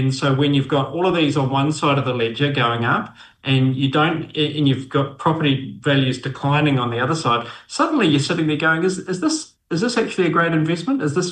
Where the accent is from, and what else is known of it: New Zealand